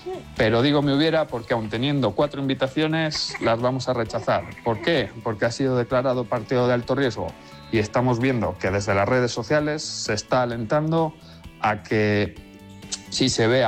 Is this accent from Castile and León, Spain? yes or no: yes; Burgos, Castile and León, Spain; Mi mujer es de León, yo soy burgalés y tenemos tres hijas palentinas.